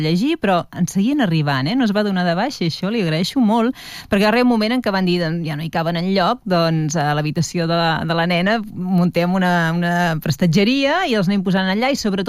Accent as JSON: {"language": "Catalan", "town": "Vilafranca del Penedès", "region": "Catalonia", "country": "Spain", "tie": "born or raised there", "also_born_or_lived": "Barcelona", "moved": "as an adult", "said": "és el meu poble, és a dir, jo em sento més vilafranquina que res, no? Jo veig les vinyes i ja em sento casa. Sí, sí, i allà vaig passar la infància fins als 18 anys, que vaig tornar a Barcelona per estudiar."}